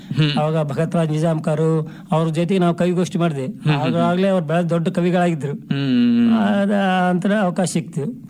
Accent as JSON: {"language": "Kannada", "town": "Bagalwad", "region": "Karnataka", "country": "India", "tie": "born or raised there", "also_born_or_lived": "Sindhanur", "said": "ನಾನು ಆಗಿನ ಮಾನವಿ ತಾಲೂಕು, ಈಗಿನ ಸಿರಿವಾರ ತಾಲೂಕು, ಬಾಗಲವಾಡದಲ್ಲಿ 1960 ಜನಿಸಿದೆ. ಅದೇ ನನ್ನ ತಾಯಿ ತವರ ಮನೆ. ನಾವು ತಾಯಿ ಆಸ್ತಿಗೆ ಬಂದದ ಕಾರಣ ಇಲ್ಲೇ ಇದ್ವಿ."}